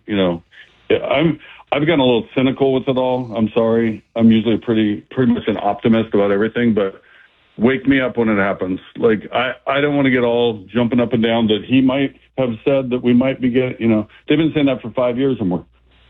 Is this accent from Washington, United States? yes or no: yes; Kent, Washington, United States; We grew up in Kent, so we're only, you know, 15, 20 minutes away.